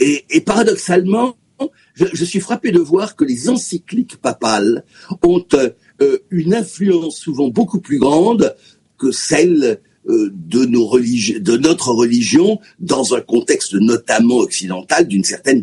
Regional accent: South-West, France; Il se trouve que je suis du Sud-Ouest, je connais bien la ville de Pau.

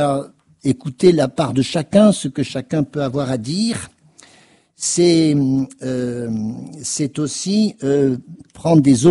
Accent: Auvergne-Rhône-Alpes, France; parce qu'on est originaire de l'Auvergne, alors ça, c'est sacré dans notre famille.

